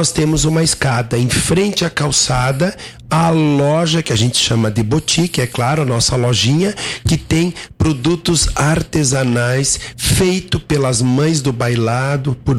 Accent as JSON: {"language": "Portuguese", "town": "Nova Prata", "region": "Rio Grande do Sul", "country": "Brazil", "said": "Nós somos de Nova Prata, nós somos do Rio Grande do Sul."}